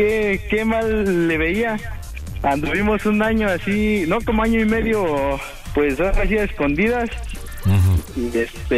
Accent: Hidalgo, Mexico; Yo soy de Hidalgo, fui para allá.

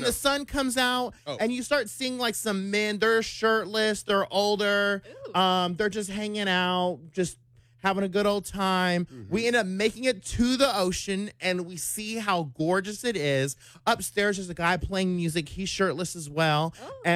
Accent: Dallas, Texas, United States; But I was like, I'm from Oak Cliff, okay? Like, I could survive Oak Cliff.

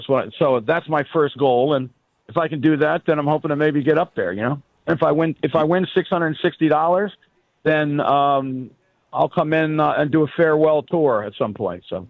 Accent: Oklahoma, United States; I said, "I'm from Oklahoma. How about you?"

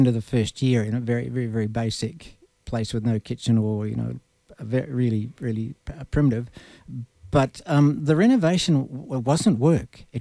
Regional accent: New Zealand; born there; moved away as an adult; also born or lived in Moscow; I was born in New Zealand.

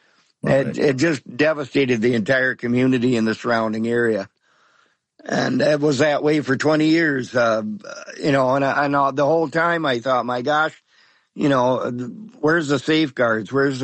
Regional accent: Iowa, United States; also born or lived in Waterloo, Iowa; I'm from Iowa, of all places, out in the middle of the sticks.

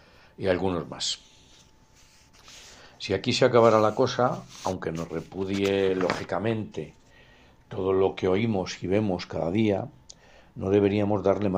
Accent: Spain; Lo que sí está claro es que hemos dado cobijo, como español, a un ejemplar poco recomendable

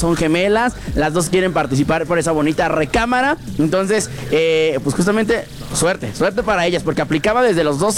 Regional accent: Mexico; como buenos mexicanos, dejamos todo al último.

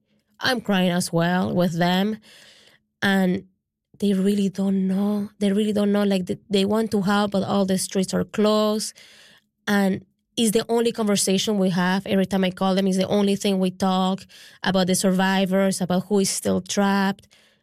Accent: Venezuela; now in Newfoundland, Canada; Like, I'm here in Newfoundland, but I'm from Venezuela, and those are my people

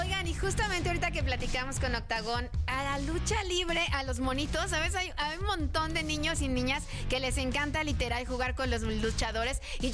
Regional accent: Mexico; Ganador, por supuesto, porque somos mexicanos y nos sentimos completamente ganadores.

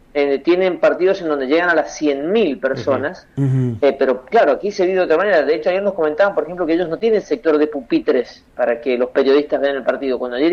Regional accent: Argentina; yo siendo argentino

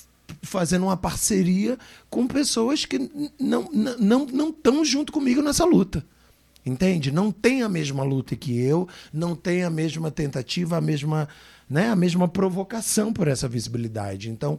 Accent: Aracaju, Sergipe, Brazil; o povo de Aracaju, que eu sou de Aracaju

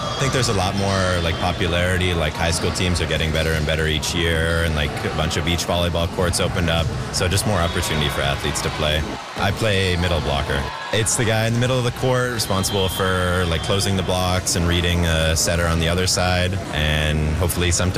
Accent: Regina, Saskatchewan, Canada; I'm from Regina, Saskatchewan.

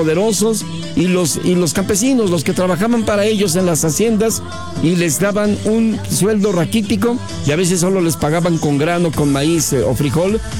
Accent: Mexico; No, somos uno solo, somos todos los mexicanos, tenemos los mismos derechos.

